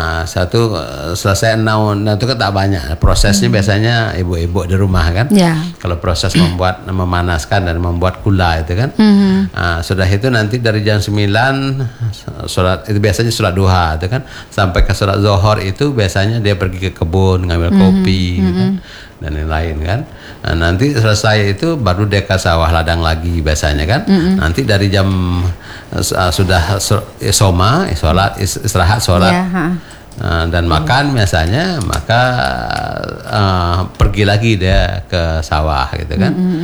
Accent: Batu Rijal, Riau, Indonesia; di kampung saya di Batu Rijal

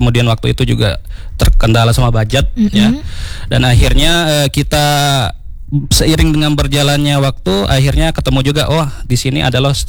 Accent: West Nusa Tenggara, Indonesia; Saya lahir di sana, saya besar di sana.

